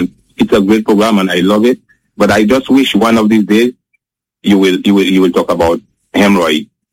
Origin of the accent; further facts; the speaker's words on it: St. Lucia; now in Antigua and Barbuda; I'm calling from Antigua. I'm a Lucian, I'm an Adventist.